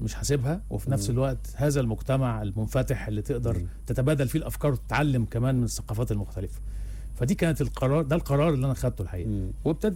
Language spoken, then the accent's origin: Arabic; Alexandria, Alexandria Governorate, Egypt; moved away as an adult; also born or lived in Europe / Gulf; now in Sharm El Sheikh, Egypt; انا اصلا من اسكندريه